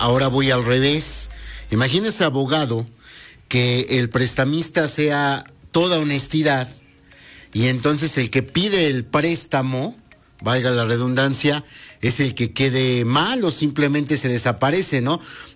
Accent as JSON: {"language": "Spanish", "country": "Mexico"}